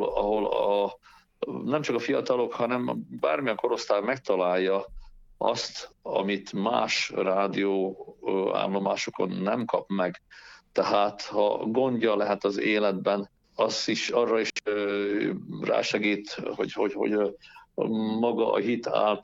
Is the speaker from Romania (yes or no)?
no; Slovakia; Hát mondom, persze, hát erről szól a magyarságunk, az identitástudatunk, hogy magyarok vagyunk, hát magyarul beszélünk otthon.